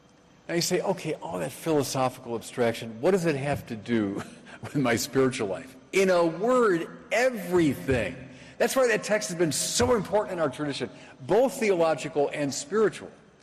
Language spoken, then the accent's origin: English; Chicago, Illinois, United States; now in Minnesota, United States; I'm Bishop of Winona, Rochester in Minnesota. I'm from Chicago.